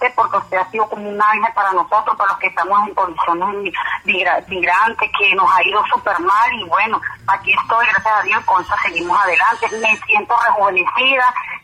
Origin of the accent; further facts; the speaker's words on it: Venezuela; now in Colombia; Lo llamo de acá, de Guardia, Antioquia. Maestro Eduardo, yo vivo acá. Mi esposo es conductor, soy venezolana.